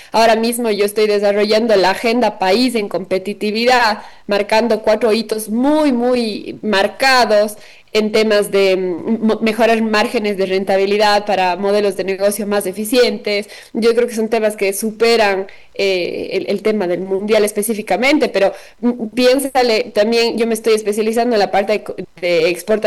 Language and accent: Spanish; Ecuador; es eso que nos mueve a todos como ecuatorianos